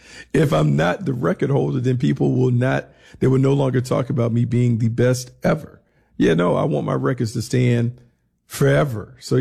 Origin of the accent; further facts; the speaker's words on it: Raleigh, North Carolina, United States; I have, because the Hurricanes are from my hometown, Raleigh.